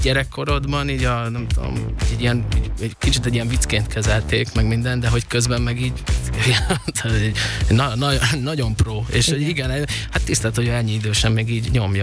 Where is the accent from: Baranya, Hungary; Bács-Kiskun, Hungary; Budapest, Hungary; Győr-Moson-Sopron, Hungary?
Budapest, Hungary; Zuglóba, én zuglói vagyok, én nagyon sok helyen éltem életem során, és Zugló az a legfixebb, és ott lakom most már a legrégebb óta